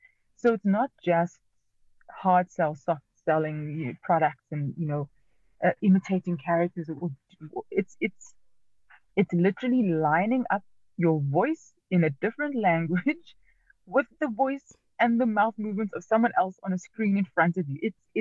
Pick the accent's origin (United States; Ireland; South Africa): South Africa; Mitchell's Plain, Western Cape; I come from the Cape Flats. I come from Sandfontein, which is part of Mitchell's Plain, growing up in the 80s, shielded from a lot of stuff actually by my parents.